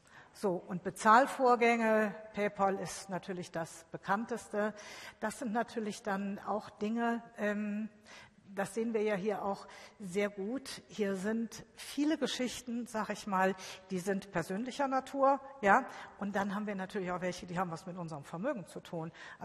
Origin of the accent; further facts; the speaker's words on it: Düsseldorf, North Rhine-Westphalia, Germany; Also ich komme ja aus Düsseldorf und da kann ich Ihnen sagen